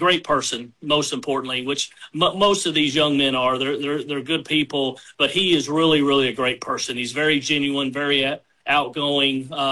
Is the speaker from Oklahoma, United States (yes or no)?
yes; Midwest City, Oklahoma, United States; as a little kid growing up in Midwest City with obviously my brother Mike, sister Carrie, mom and dad.